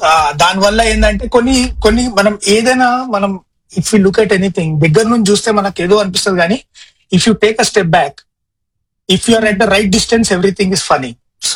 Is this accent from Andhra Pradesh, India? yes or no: no; Hyderabad, Telangana, India; moved away as an adult; also born or lived in Secunderabad; now in United States; మొత్తం journey from Hyderabad to Secunderabad అంతే ఉంది. And few around 14 years back I came to the US. దానికంటే ముందు మొత్తం పుట్టి పెరిగింది, Born bread and buttered in Hyderabad.